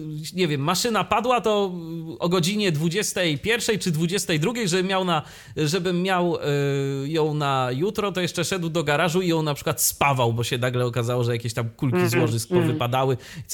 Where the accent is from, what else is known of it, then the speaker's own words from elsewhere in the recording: Iława, Warmian-Masurian Voivodeship, Poland; ja akurat jestem z Iławy, to jest miasto stosunkowo niewielkie